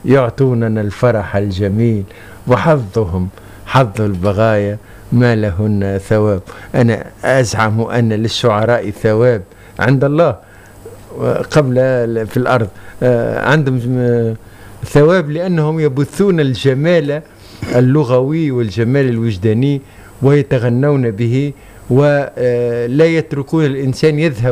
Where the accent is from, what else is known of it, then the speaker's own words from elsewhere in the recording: Tunisia; عندنا في تونس